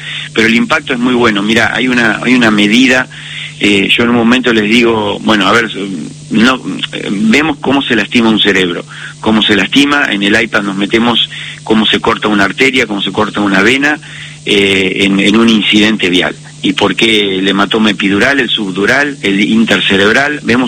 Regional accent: Lonquimay, La Pampa, Argentina; yo soy de Lonquimay, también un pueblo muy chiquitito

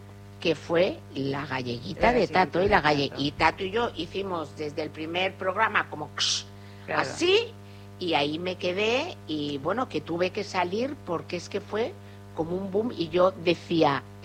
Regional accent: Spain; Medio de Argentina es como, sí, soy española, pero.

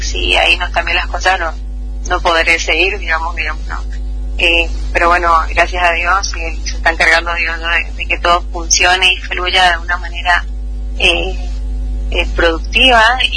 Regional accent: Argentina

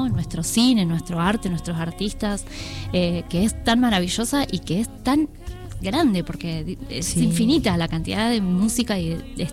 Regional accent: San Carlos de Bariloche, Río Negro, Argentina; moved away; yo soy de allí, de Río Negro, de Bariloche, nací en Bariloche. Y hablo mucho de Bariloche en mis canciones, en mis discos.

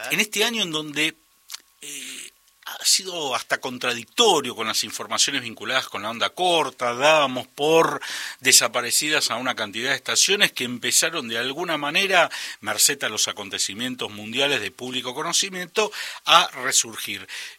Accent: Argentina; tenemos una posibilidad única los argentinos, especialmente quienes vivimos, sobre todo en la parte este de nuestro territorio

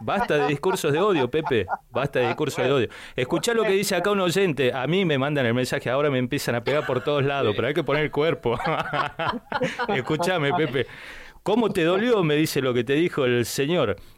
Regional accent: Argentina; Mirá, yo soy un argentino más de los que se levanta honradamente a laburar.

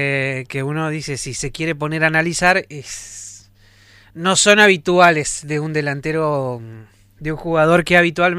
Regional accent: Argentina; Está enojado porque no está acostumbrado a lo que nos pasa a nosotros como argentinos, ¿eh?

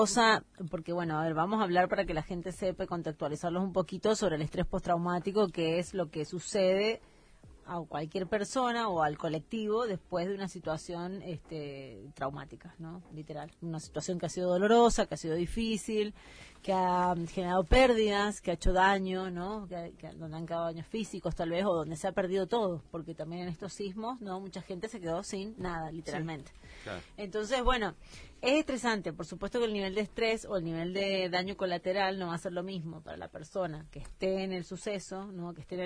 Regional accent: Mendoza, Argentina; born there; moved away; Pero me recuerdo cuando vivía en Mendoza

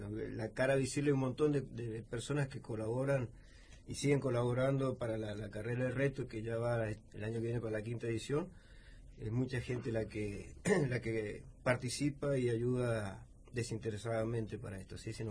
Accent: Atuel Norte, Mendoza, Argentina; now in San Rafael, Argentina; De Atún Norte. Mis orígenes son de Atún Norte, después me trasladé a Villatún unos años, después a partir del año 90 y del 90 más o menos estoy viviendo acá en San Rafael.

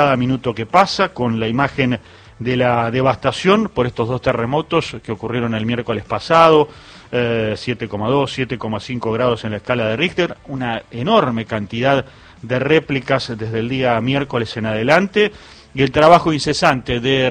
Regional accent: Argentina

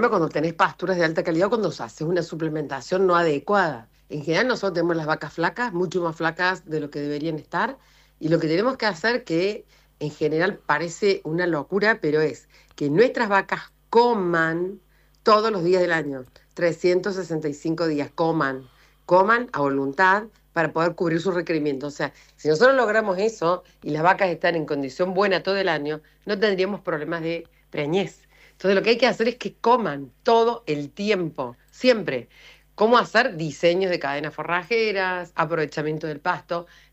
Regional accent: Córdoba, Argentina; accent: cantito cordobés; no hay duda de dónde provengo, nosotros somos muy orgullosos de Córdoba

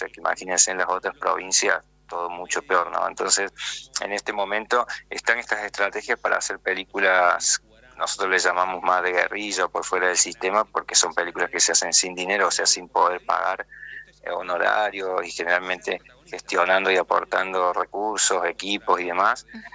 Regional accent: Argentina

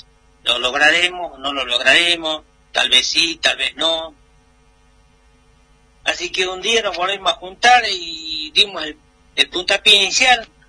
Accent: Jujuy, Argentina; Es un grupo de copleros que somos netamente de la Puna, somos de Santa Catalina y de Rinconada, de algunos de Yavi.

